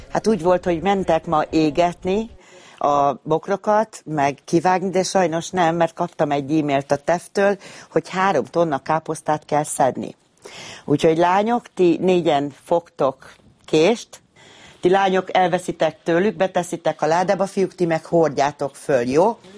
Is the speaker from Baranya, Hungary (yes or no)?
yes; Piskó, Baranya, Hungary; Ez egy nagyon szegény település. 2002-ben indultam először képviselőnek, itt nőttem föl.